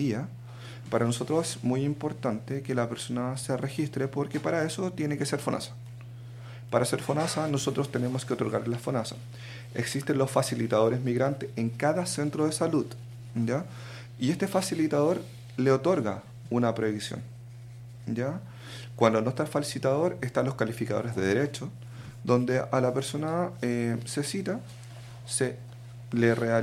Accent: Chile

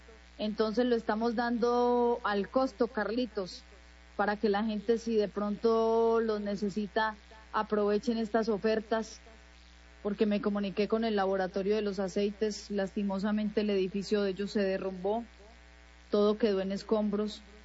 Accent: Argelia, Colombia; moved away; Argelia y, pues, como es mi pueblo, decidí quedarme.

